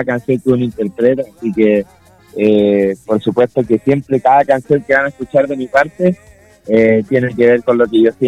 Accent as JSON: {"language": "Spanish", "town": "Villa O'Higgins", "region": "Aysén", "country": "Chile", "tie": "born or raised there", "also_born_or_lived": "Cochrane", "moved": "yes", "lives_now": "Santiago, Chile", "said": "Yo nací en Cochran y luego me crié en Villa O'Higgins, que son dos pueblitos súper aislados de la región de Aysén. Y luego fui recorriendo escenarios más regionales, locales, hasta que llegué a Santiago, actualmente donde vivo."}